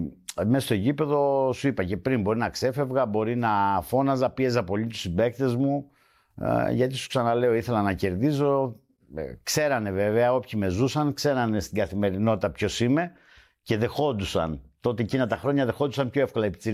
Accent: Heraklion, Crete, Greece; Στην πλατεία, στα Καμίνια, εκεί στην Αγία Βαρβάρα, ναι, εκεί που μεγάλωσα, ναι, παίζαμε μπάλα.

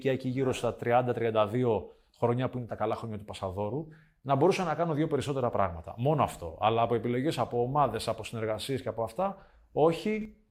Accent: Rethymno, Crete, Greece; moved away

